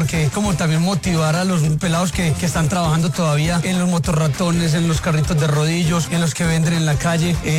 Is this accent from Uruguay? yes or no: no; Bello, Antioquia, Colombia; moved away; Nací en Bello.